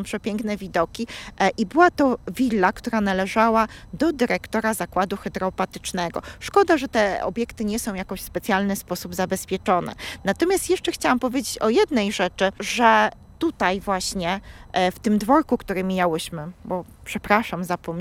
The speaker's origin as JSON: {"language": "Polish", "town": "Łódź", "region": "Łódź Voivodeship", "country": "Poland", "said": "u nas na Chojnach"}